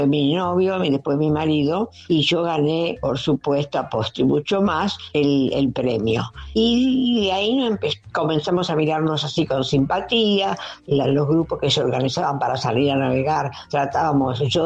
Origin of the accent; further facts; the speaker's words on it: Lomas de Zamora, Buenos Aires Province, Argentina; Luisita querida … de Loma de Zamora.